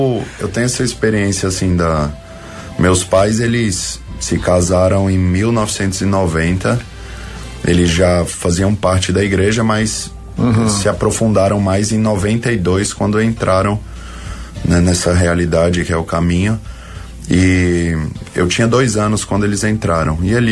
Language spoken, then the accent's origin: Portuguese; Brazil; now in Rio de Janeiro, Brazil; eu, claro, sou brasileiro, mas vim de outro estado